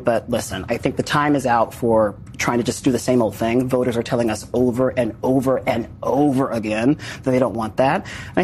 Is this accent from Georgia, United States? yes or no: yes; Georgia, United States; as a native Georgian, I'm so proud that my home state keeps bedeviling Donald Trump.